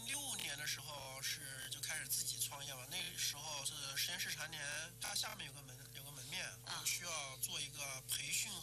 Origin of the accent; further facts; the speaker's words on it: Shiyan, Hubei, China; also born or lived in Xiantao; now in Wuhan, China; 我老家是仙桃的。我5岁去的十堰，因为就是我父亲是航空公司的嘛，后来就举家迁到十堰了，相当于我在十堰长大的